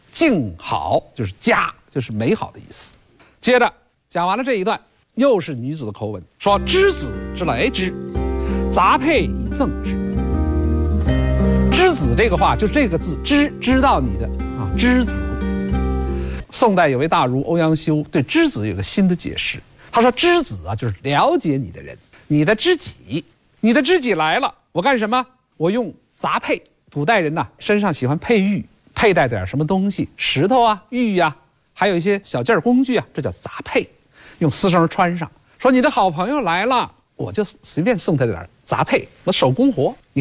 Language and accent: Chinese; China; 我们中国人